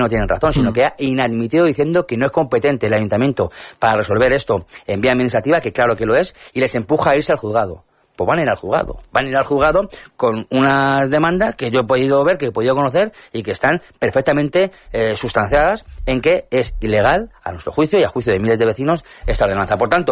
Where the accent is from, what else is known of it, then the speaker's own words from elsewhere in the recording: Torrejón de Ardoz, Community of Madrid, Spain; Yo soy de Torrejón de toda la vida